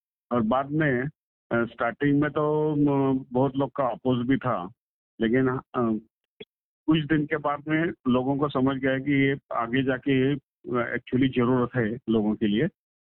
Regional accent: Pune, Maharashtra, India; Basically मैं पुणे का रहने वाला हूँ, पुणे महाराष्ट्र से बोल रहा हूँ मैं।

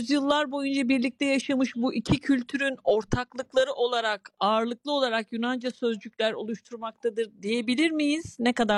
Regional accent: Izmir, İzmir, Turkey; bir İzmirli olarak

